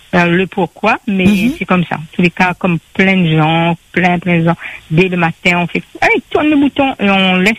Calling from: Saint-Denis, Réunion; Saint-Denis

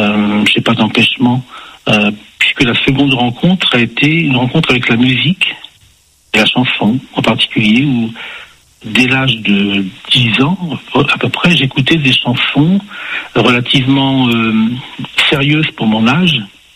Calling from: Évreux, Normandy, France; j'habite à Évreux

